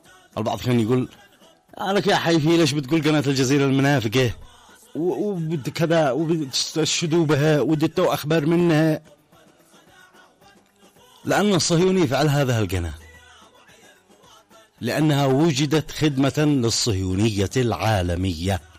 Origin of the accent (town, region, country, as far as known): Yemen